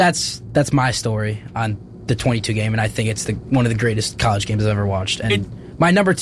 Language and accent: English; Illinois, United States; moved away as an adult; now in Tennessee, United States; growing up near Chicago, not a lot of good teams.